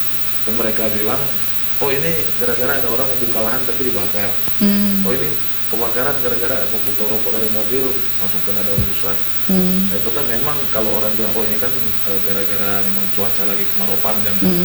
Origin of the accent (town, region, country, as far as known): North Sulawesi, Indonesia